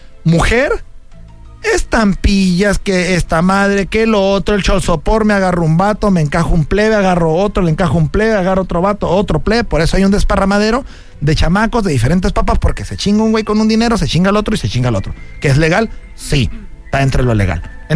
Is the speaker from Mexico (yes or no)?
yes; Mexico; now in United States